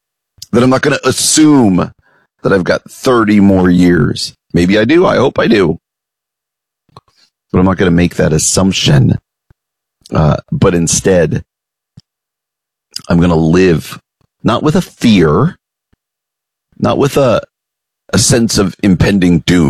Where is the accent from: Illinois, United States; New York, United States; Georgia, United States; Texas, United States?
New York, United States; born or raised there